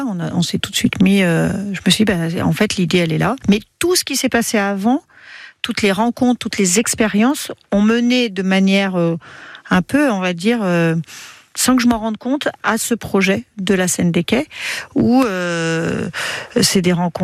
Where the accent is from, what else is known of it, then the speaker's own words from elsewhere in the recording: Lyon, Auvergne-Rhône-Alpes, France; moved away as an adult; now in Auxerre, France; Et je suis lyonnaise à la base, faut pas oublier.